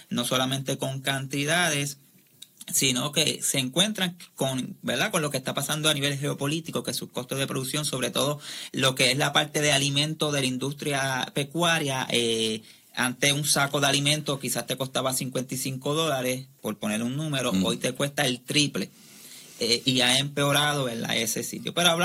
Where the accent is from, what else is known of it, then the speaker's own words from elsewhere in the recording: Puerto Rico; nosotros como puertorriqueños